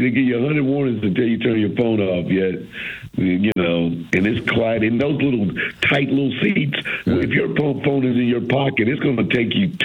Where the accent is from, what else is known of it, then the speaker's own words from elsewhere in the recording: St. Louis, Missouri, United States; I'm from St. Louis